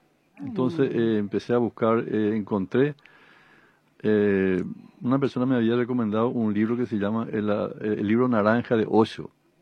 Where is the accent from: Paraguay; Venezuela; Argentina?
Paraguay; Piribebuy, Cordillera; ¿Y de dónde sos? Soy de Piribebuy.